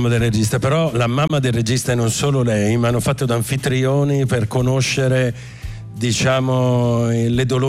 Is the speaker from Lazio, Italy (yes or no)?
no; Cremona, Lombardy, Italy; also born or lived in Brescia; Nato a Brescia e cresciuto a Cremona.